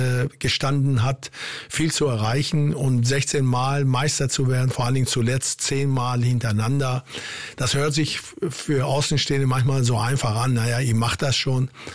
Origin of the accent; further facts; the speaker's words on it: Iran; now in Germany; Ich bin ja in Jahren in Deutschland groß geworden. Das war auch der Grund, warum meine Eltern mich nach Deutschland geschickt haben, wo diese klassischen Attribute, die man von den Deutschen kennt, plus die Ingenieurleistung, das hoch angesehen war im Iran.